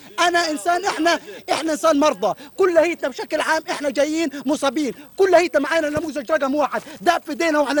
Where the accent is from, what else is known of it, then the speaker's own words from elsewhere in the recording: Gaza, Gaza Strip, Palestine; بنيجي إحنا من غزة، بنيجي على الصحة العالمية